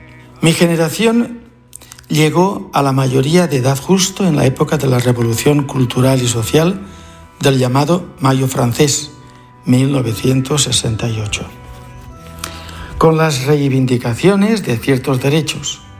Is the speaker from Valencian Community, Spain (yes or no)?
yes; Vilamarchant, Valencian Community, Spain; La ordenación se celebró en la parroquia de mi pueblo natal, Vilamarchant, Valencia, donde ya había recibido todos los sacramentos de la iniciación cristiana.